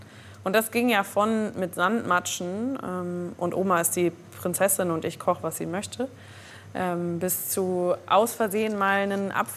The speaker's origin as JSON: {"language": "German", "region": "Bremen", "country": "Germany", "tie": "born or raised there", "said": "Ich bin 31 Jahre alt, gebürtige Bremerin. Ich bin in Findorf groß geworden und wohne mittlerweile sehr lange in der Neustadt."}